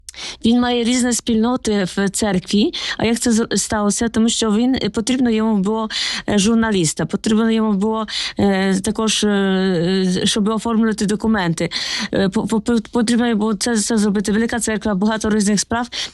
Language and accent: Ukrainian; Poland; Окрім цього, я сама з Польщі родом, так? І у нас в Польщі часто є такі розалі для чоловіків